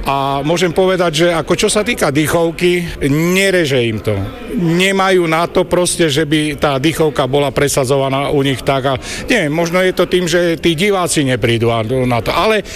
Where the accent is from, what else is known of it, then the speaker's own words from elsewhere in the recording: Humenné, Prešov Region, Slovakia; Ale u nás na východe je to založené na tej modernej muzike, nie dýchovej muzike. A u nás máme napríklad v Humennom máme 4 umelecké školy, z toho súkromné 3 a jednu štátnu.